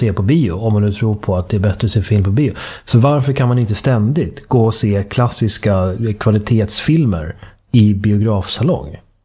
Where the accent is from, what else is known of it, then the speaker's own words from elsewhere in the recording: Uppsala, Uppsala County, Sweden; i Uppsala är ju speciellt där jag kommer ifrån